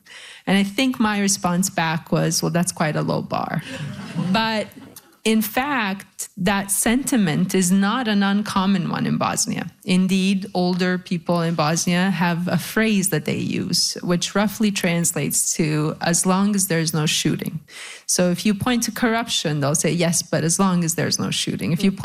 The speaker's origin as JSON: {"language": "English", "country": "Canada", "said": "as a Canadian, also thinking through the incredible limitations that Dayton has placed by entrenching ethnic identities at all aspects of daily life."}